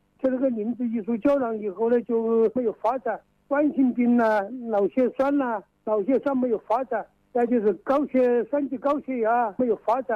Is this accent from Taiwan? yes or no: no; Gong'an, Hubei, China; 我是湖北公安县的闸口镇的。